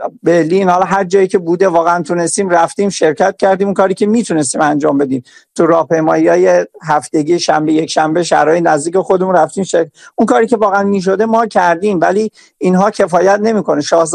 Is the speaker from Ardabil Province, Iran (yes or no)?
no; Gilan, Iran; من خودم همشهری شما هستم، بچه گیلان هستم